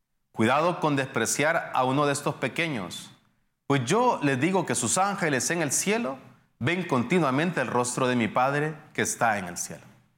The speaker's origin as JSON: {"language": "Spanish", "country": "Honduras", "tie": "born or raised there", "said": "es la historia de cuando estaba pequeño, cuando era un niño, y se me empezaron a caer los dientes. En mi país, aquí en Honduras"}